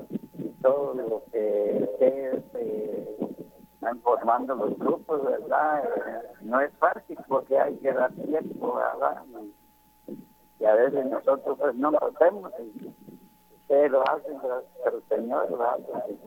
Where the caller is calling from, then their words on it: Cuyotenango, Suchitepéquez, Guatemala; De Chacaltepec, Cuyetenango.